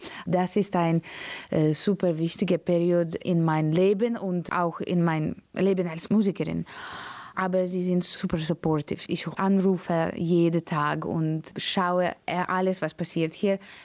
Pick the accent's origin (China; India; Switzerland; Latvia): Latvia; German is a second language; moved away; Ich komme aus Lettland, also das Wetter ist dasselbe.